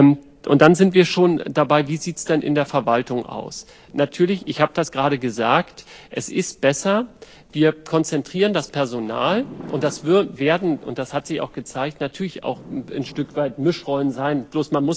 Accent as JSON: {"language": "German", "region": "Schleswig-Holstein", "country": "Germany", "said": "können wir als Schleswig-Holsteiner und Schleswig-Holsteiner"}